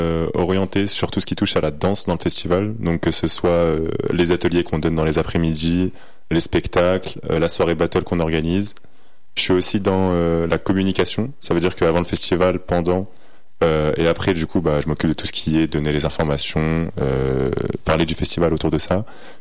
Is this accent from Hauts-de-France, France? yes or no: no; La Mure, Auvergne-Rhône-Alpes, France; En gros, moi j'ai commencé par le breakdance plus petit. Et comme à La Mure, c'était pas